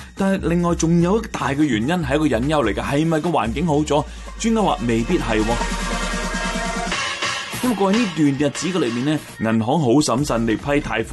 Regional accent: Canada; 那就盼望我们加拿大人团结起来，更加令到住在加拿大这个地方给到你和我有一种 home sweet home 的感觉。

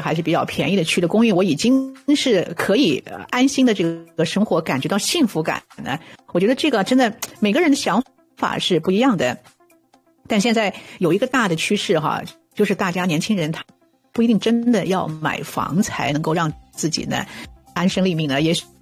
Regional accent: Canada; 对我们加拿大人来讲呢

